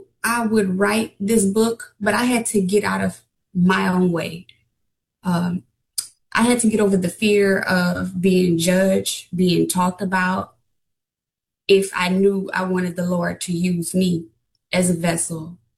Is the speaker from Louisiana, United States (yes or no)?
yes; Louisiana, United States; I was born and raised in Acadiana, which is around 50 minutes from Southern University, where I currently reside in Lafayette